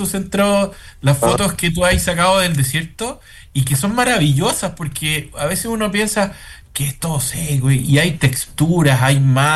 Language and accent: Spanish; Chile